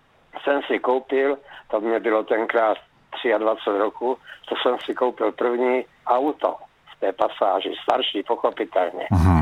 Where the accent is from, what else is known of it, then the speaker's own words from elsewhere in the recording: South Moravian Region, Czechia; moved away as an adult; also born or lived in Pardubice; Protože pocházím tady z Moravy, a ne teda z Hodonína, ale od Hodonína, a v té době ze zemědělské rodiny